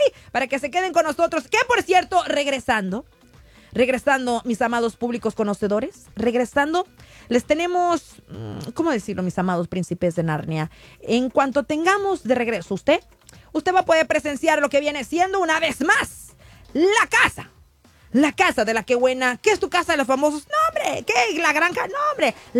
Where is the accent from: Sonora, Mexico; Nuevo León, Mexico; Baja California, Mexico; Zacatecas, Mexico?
Baja California, Mexico; Rosarito; Yo que soy de Rosarito y que Tijuana es la capital del taco